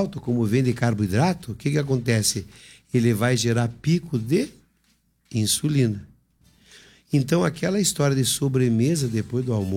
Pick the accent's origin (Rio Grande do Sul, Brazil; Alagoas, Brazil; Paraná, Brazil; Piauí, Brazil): Paraná, Brazil; Curitiba; moved away; Lá na minha terra, Curitiba, chama de Madalena.